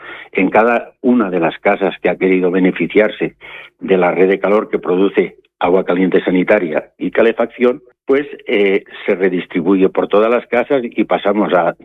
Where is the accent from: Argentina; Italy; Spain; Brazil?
Spain; Portell de Morella, Valencian Community; Portell somos una pequeña localidad, como bien decís, que tiene mucho patrimonio. Está situada en pleno corazón de la comarca del Sport, en el norte de la provincia de Castellón. Sí que somos Castellón de la Plana